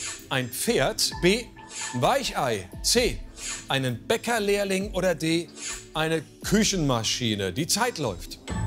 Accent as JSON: {"language": "German", "town": "Offenbach", "region": "Hesse", "country": "Germany", "tie": "born there", "said": "muss ich Ihnen ja sagen, als gebürtiger Offenbacher."}